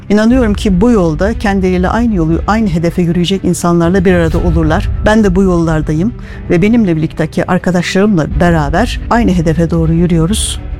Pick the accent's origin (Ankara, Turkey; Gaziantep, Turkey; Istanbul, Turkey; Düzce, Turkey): Istanbul, Turkey; moved away as an adult; also born or lived in Trabzon; now in Kayseri, Turkey; Ben Trabzon'da doğdum, İstanbul'da büyüdüm, 37 yıldır Kayseri'de yaşıyorum. Kalabalık bir aileye doğdum.